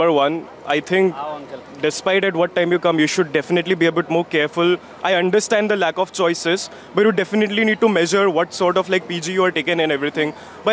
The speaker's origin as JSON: {"language": "English", "region": "Assam", "country": "India", "said": "First things, my friends, especially when we come from Assam, northeast side, what we face here"}